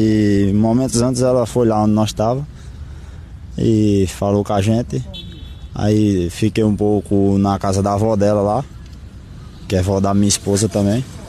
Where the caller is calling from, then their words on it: Brazil; somos do distrito de Giral.